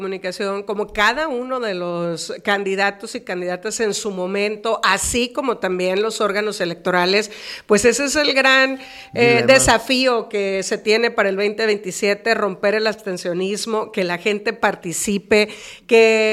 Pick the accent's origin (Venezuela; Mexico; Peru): Mexico; es una responsabilidad que debemos de asumir como mexicanos y mexicanas.